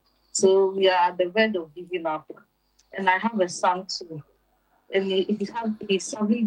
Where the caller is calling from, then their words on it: Canada; I'm calling from Canada.